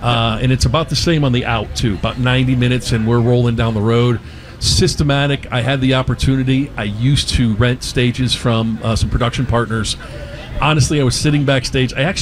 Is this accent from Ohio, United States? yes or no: yes; Cleveland, Ohio, United States; moved away; I grew up in Cleveland, Lake Erie area